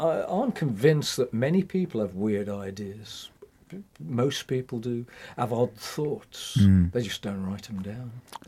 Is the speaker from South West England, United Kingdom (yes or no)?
no; West Midlands, United Kingdom; accent: Black Country; I was born on the Saltwells Estate, just across the other side of the woods from where we are now in the Merry Hill Centre. So it was very Black Country